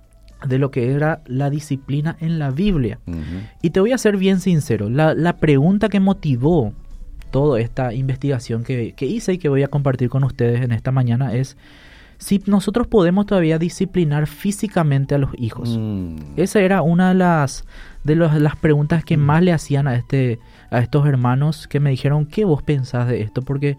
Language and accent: Spanish; Paraguay; first language Guarani; Spanish is a second language; nuestra lengua materna, que es el guaraní.